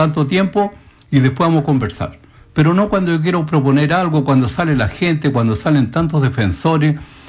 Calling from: Chile; hoy día si hay algo que realmente nos frustra como chilenos

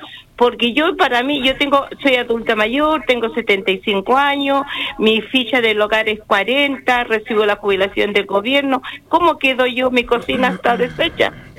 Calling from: Chile; soy ciudadana chilena

